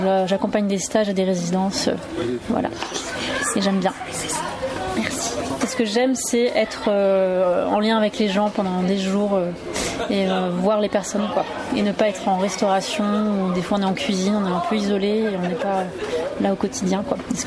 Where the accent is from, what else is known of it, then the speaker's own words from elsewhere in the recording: Lamastre, Auvergne-Rhône-Alpes, France; Non, je suis de la Mastre, enfin, à côté de la Mastre.